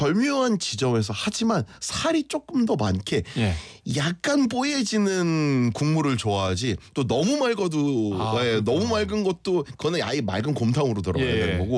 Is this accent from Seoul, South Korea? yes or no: yes; Seoul, South Korea; accent: Seoul speech; 저는 사투리를 잘 못하니까 예. 저 거기 가서도 계속 서울말을 썼을 거 아니에요.